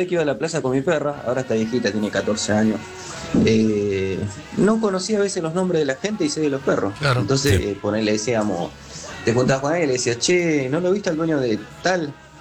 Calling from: Mar del Plata, Buenos Aires Province, Argentina; de Mar del Plata.

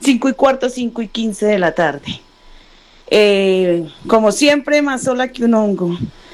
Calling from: Sibaté, Cundinamarca, Colombia; te llamo desde Cibaté, Cundinamarca.

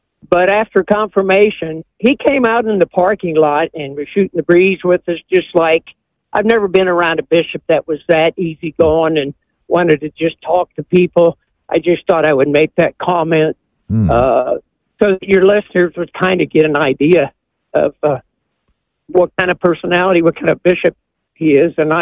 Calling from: Dayton, Ohio, United States; I go to Holy Family Catholic Church in Dayton, Ohio.

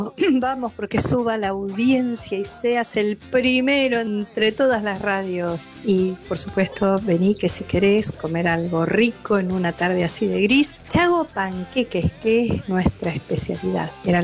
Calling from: Buenos Aires, Argentina; de Colegiales

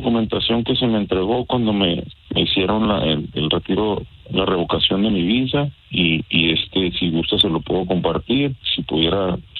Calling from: Tijuana, Baja California, Mexico; chofer de tráiler nacional. Soy de Tijuana.

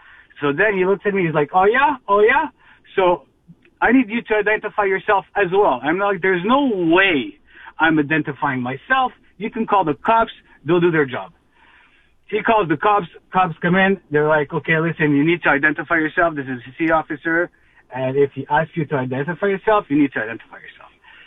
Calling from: Dollard-des-Ormeaux, Quebec, Canada; we are from the West Island in DDO, Dollar Desormo.

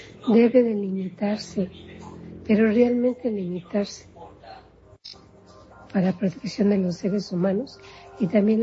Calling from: Mexico City, Mexico; Yo soy Ciudad de México.

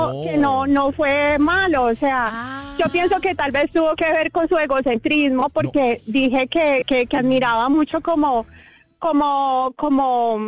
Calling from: Armenia, Quindío, Colombia; I'm from Colombia, Armenia, Quindío.

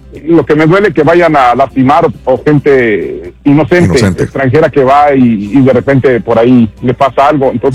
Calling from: Cuernavaca, Morelos, Mexico; Yo soy de ahí, de Cuernavaca, Morelos, pegadito al DF.

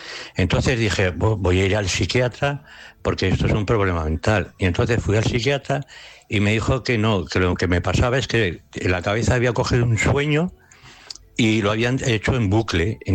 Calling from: Tenerife, Canary Islands, Spain; vivo en Tenerife 25 años.

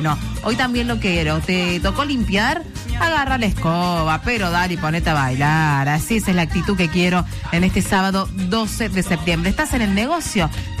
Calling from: Tandil, Buenos Aires Province, Argentina; los escucho desde Tandil.

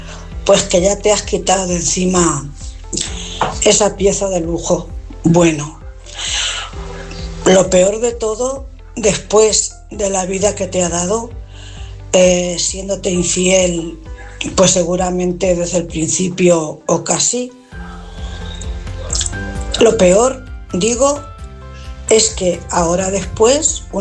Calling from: Cuenca, Castilla-La Mancha, Spain; corresponsal de Cuenca.

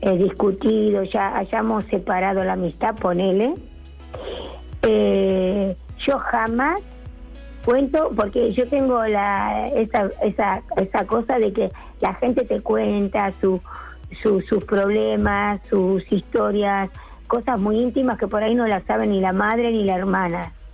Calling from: Buenos Aires, Argentina; Soy acá de Cava, de Capital.

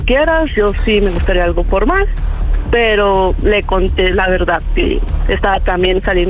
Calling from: Mexico City, Mexico; Soy de la Ciudad de México y tengo 27 años.

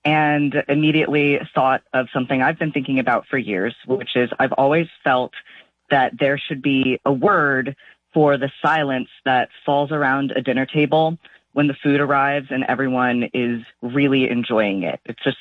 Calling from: Pittsburgh, Pennsylvania, United States; I'm calling from Pittsburgh.

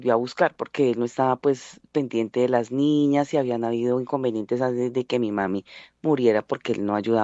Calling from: Bogotá, Colombia; de Bogotá.

